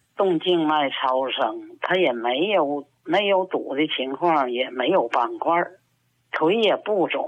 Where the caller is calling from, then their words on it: Shenyang, Liaoning, China; 我是沈阳的听众，